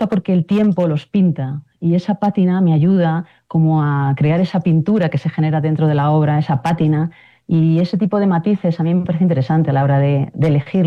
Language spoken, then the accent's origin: Spanish; Spain; soy española